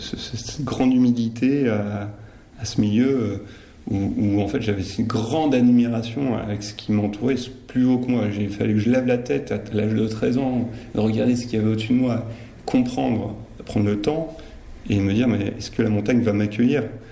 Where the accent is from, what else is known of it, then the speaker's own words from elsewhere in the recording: Normandy, France; born there; also born or lived in Hautes-Alpes; Alors je suis natif de Seine-Maritime, de Normandie. Mes parents ont été mutés dans les Hautes-Alpes.